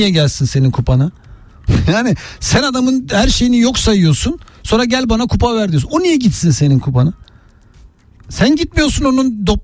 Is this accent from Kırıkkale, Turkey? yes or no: no; Istanbul, Turkey; ben Gazi Osman Paşa'da büyüdüm. Hani Senin o hani varoş diye anlattıkları böyle eğitim konusunda problemli bir yerde büyümüşüm.